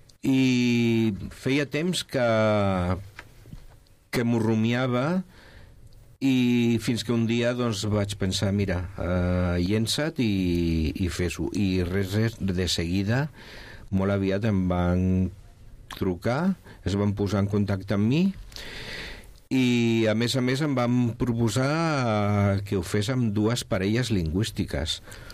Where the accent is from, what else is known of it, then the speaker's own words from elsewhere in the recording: La Llagosta, Catalonia, Spain; Catalan is a second language; also born or lived in Mollet del Vallès; la meva llengua materna no és el català, sinó que jo fins als 14 anys que vaig començar a fer BUP, el que era aleshores BUP, aquí a Mollet, a l'any 1978, no havia sentit parlar català mai. Jo vivia a la Llagosta, i la Llagosta és una població d'immigrants totalment, ben bé.